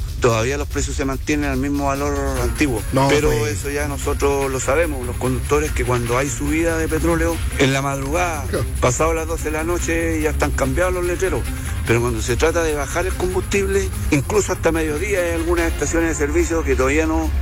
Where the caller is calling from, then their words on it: Chillán, Ñuble, Chile; Vengo a la ciudad de Chillán. Está en una leve llovizna.